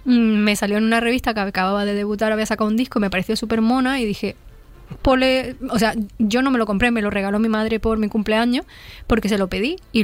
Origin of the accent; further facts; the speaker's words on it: El Ejido, Andalusia, Spain; Yo soy de Elegido, o sea, yo vivo en Elegido. Elegido es un pueblo, no es Almería, no es una ciudad.